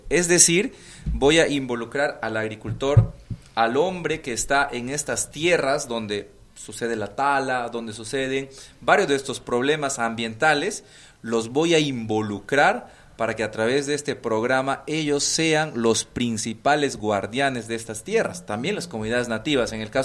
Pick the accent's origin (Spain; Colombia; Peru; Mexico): Peru; San Martín; somos una región amazónica y que somos el pulmón del Perú, de la Amazonía peruana